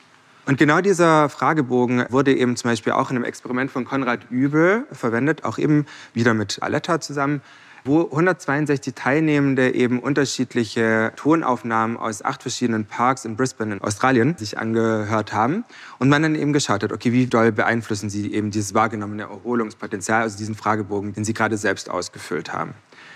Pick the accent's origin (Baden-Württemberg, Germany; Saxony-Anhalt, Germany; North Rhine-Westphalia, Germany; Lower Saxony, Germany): Baden-Württemberg, Germany; born or raised there